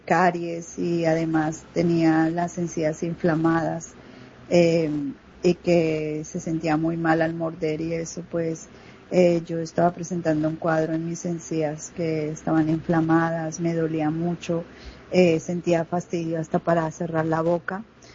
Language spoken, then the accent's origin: Spanish; Barcelona, Catalonia, Spain